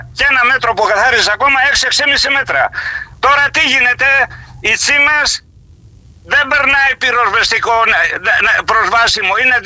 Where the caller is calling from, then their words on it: Greece; Στο χωριό μου, στον οικισμό Φτερίνια